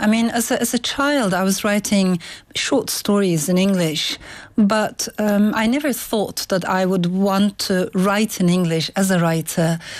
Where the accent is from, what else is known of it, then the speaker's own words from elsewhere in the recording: Turkey; first language Turkish; English is a second language; moved away as an adult; For someone like me to abandon my mother tongue, because I loved writing in Turkish